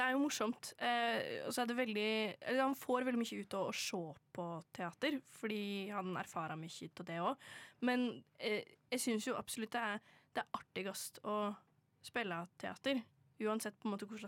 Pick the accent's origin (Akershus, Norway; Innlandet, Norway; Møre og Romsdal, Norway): Innlandet, Norway; Valdres; Jeg er jo fra Valdres